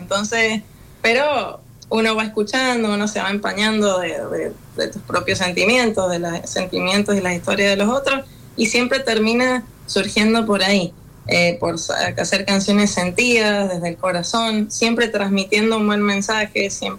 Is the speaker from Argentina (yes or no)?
yes; Argentina; moved away; es hermoso para mí como argentina poder compartirlas con la gente